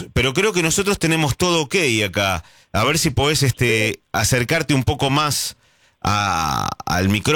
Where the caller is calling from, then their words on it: Comodoro Rivadavia, Chubut, Argentina; Buenas noches, mi programa favorito … de Comodoro, recordando canciones